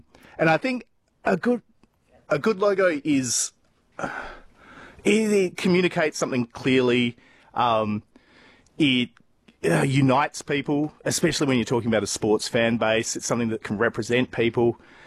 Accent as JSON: {"language": "English", "region": "Western Australia", "country": "Australia", "tie": "born or raised there", "said": "I grew up in the southwest of WA, so I'm an Aussie Rules fan, more so than a rugby fan."}